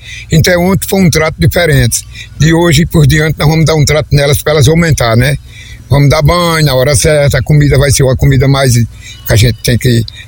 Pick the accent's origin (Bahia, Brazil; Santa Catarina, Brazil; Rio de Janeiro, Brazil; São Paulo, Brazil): Bahia, Brazil; Serra do Ramalho; lá onde eu moro, que eu sou do lado da 18. Sou da Agrovila 18.